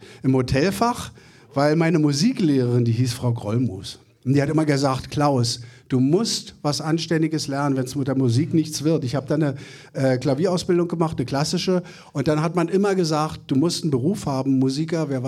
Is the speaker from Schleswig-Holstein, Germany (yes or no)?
no; Berlin, Germany; Urberliner. Hört man, ne? Icke bin Berliner, also ganz, ganz echt. Ich bin jetzt an den Stadtrand gezogen.